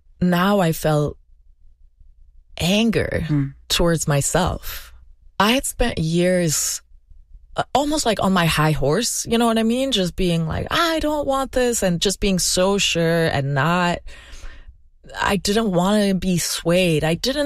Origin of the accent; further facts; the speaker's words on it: Belgium; English is a second language; moved away as an adult; now in United States; I'm from Belgium. I'd moved to the U.S. for David, and I felt so untethered, and the questions were so big all of a sudden.